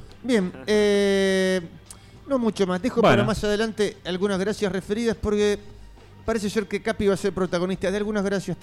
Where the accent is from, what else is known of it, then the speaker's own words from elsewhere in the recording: Valentín Alsina, Buenos Aires Province, Argentina; born there; Yo nací en Valentina Alsina, en el conurbano, que la verdad que me ha dado mucha alegría.